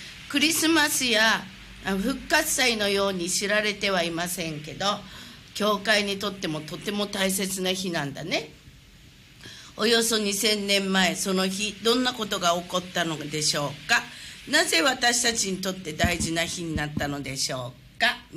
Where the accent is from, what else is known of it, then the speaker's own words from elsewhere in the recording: Okinawa, Japan; 私たちは沖縄の人は英語喋れるかもしれないけど